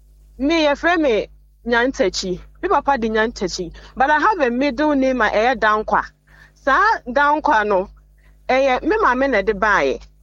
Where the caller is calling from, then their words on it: Tema, Greater Accra, Ghana; I'm speaking from Tema.